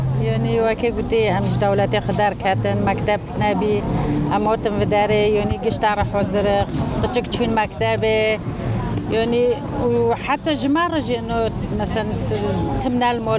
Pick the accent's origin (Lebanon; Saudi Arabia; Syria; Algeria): Syria; Afrin, Aleppo Governorate; now in Germany; أنا من سوريا، من عفرين.